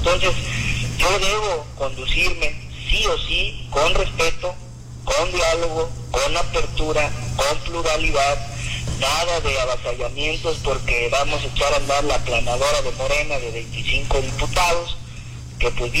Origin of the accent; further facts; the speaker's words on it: Acapulco, Guerrero, Mexico; porque todos saben que yo pues soy originario de Acapulco, así que pues uno siempre quiere, ama y extraña la cuna que lo vio nacer.